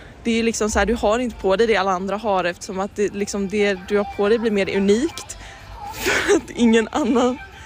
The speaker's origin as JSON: {"language": "Swedish", "town": "Kalmar", "region": "Kalmar County", "country": "Sweden", "said": "och jag är från Kalmar."}